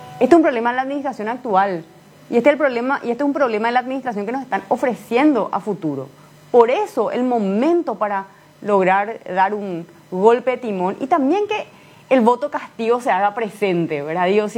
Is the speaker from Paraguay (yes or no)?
yes; Asunción, Asunción Capital District, Paraguay; Estamos hablando de una ciudad acotada, somos 117 kilómetros cuadrados, un poco menos de 500.000 habitantes, 150.000 cuentas catastrales.